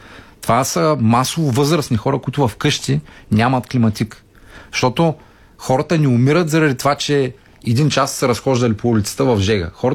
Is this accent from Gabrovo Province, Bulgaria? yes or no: no; Yambol, Yambol Province, Bulgaria; Сега, аз съм от Ямбол. За мен е 36-7 градуса.